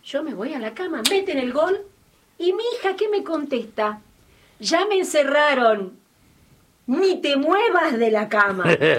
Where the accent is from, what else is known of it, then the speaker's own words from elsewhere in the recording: Argentina; Esos somos los argentinos, ¿no?